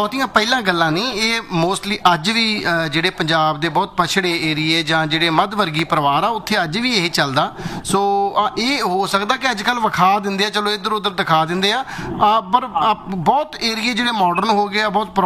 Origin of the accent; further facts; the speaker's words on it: Faridkot, Punjab, India; ਪਰ ਮੈਂ ਵੀ ਫਰੀਦਕੋਟ ਤੋਂ ਹੀ ਹਾਂ